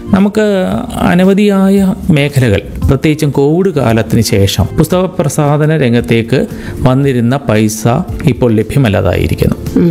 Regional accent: Naranganam, Kerala, India; ഞാൻ ജനിച്ചതും വളർന്നതും ഒക്കെ തന്നെ പത്തനംതിട്ട ജില്ലയിലെ നാരങ്ങാനം എന്ന് പറയുന്ന പ്രദേശത്താണ്. അവിടെ നല്ല ഒരു ഗ്രാമാന്തരീക്ഷത്തിലാണ് വളർന്നത്.

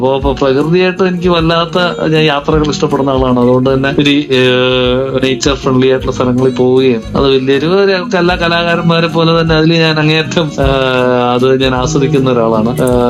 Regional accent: Thiruvananthapuram, Kerala, India; also born or lived in Kuttanad; ഞാൻ ഞങ്ങളിപ്പോ ജീവിക്കുന്ന തിരുവനന്തപുരത്താണെങ്കിലും ഞാൻ പഠിച്ചു വളർന്നൊക്കെ വേണ്ടതാണ്

